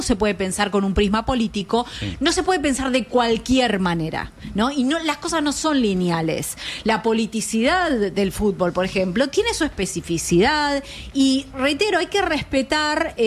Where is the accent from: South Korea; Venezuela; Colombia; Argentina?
Argentina; somos que los argentinos.